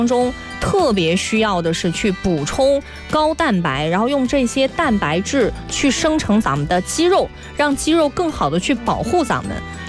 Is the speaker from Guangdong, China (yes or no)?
yes; Guangdong, China; 咱们广东人还好一点，爱吃鱼虾、蟹